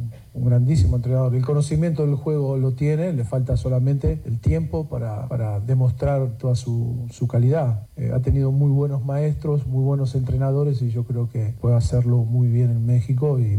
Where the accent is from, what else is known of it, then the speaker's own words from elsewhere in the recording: Argentina; Pero bueno, siendo argentino, está claro que más allá de que yo lo entiendo todo esto